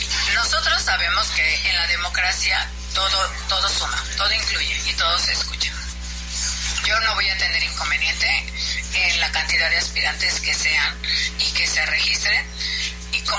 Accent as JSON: {"language": "Spanish", "region": "Guerrero", "country": "Mexico", "also_born_or_lived": "Mexico City", "said": "para su servidora es fundamental que la gente de Guerrero sepa pues que no soy una improvisada, que me fui a la Ciudad de México, que he trabajado también allá"}